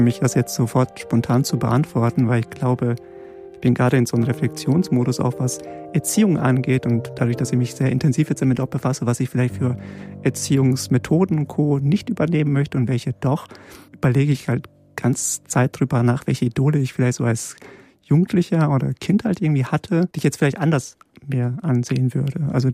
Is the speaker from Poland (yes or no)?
yes; Poland; born there; moved away; Ich bin in Polen geboren worden